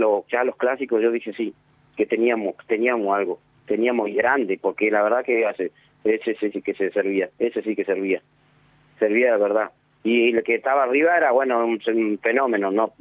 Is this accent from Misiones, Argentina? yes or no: no; Entre Ríos, Argentina; moved away; porque yo de que vine de Entre Ríos para acá me fui a Lara y me quedé ahí y volví a casa Nigiro y de acá nunca más me fui.